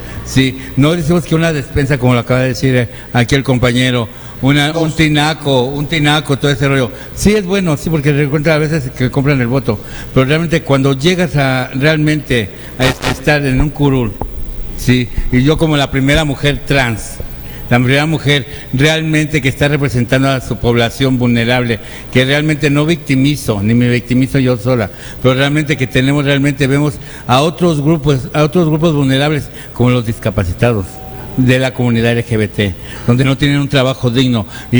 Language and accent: Spanish; Puebla, Mexico; Y realmente somos poblanos, somos pobladas, y por amor a Puebla seguiremos trabajando por ustedes